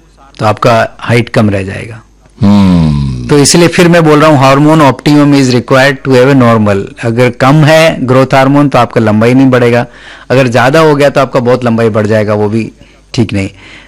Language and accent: Hindi; Rajasthan, India; born or raised there